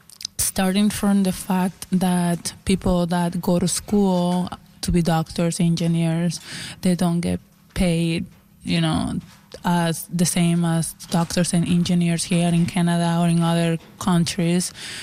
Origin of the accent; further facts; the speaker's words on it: Cuba; part of the poem as well is how I grew up in Cuba